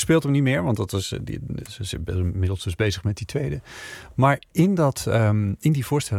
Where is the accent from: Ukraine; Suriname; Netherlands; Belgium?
Netherlands; Friesland; Want Valentina en ik delen geboortegrond. We komen beide uit Friesland.